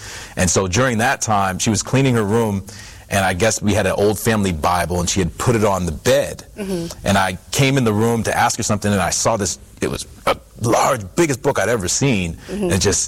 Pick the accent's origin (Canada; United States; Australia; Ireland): Canada; My brother was a very successful basketball player. He was an All-Canadian. I'm originally from Canada.